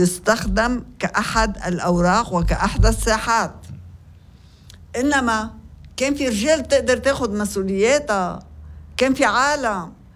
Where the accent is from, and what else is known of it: Lebanon